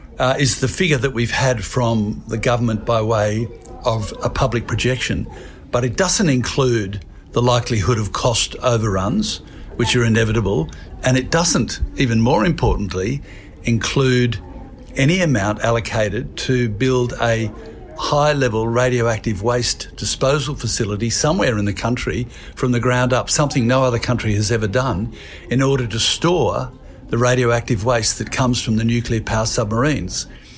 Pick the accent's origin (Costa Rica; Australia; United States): Australia; we still, as Australian people, trying to work out the answer to that question